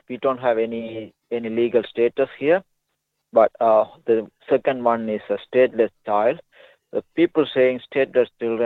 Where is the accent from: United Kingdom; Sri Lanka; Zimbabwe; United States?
Sri Lanka; English is a second language; moved away as an adult; now in Ballarat, Australia; a refugee from Sri Lanka. I come to this, lived in Ballarat, but I couldn't speak any English, so I couldn't write better.